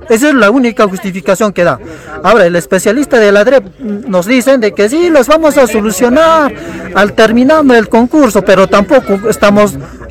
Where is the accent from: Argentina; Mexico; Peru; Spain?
Peru; Cojata, Puno; Nosotros venimos desde el distrito de Cojata, de la provincia de Huancané.